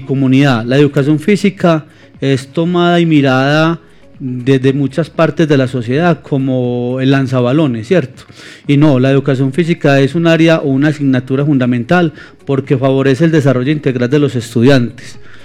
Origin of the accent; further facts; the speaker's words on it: Gómez Plata, Antioquia, Colombia; yo vengo también de la zona norte, vengo del municipio de Gómez Plata.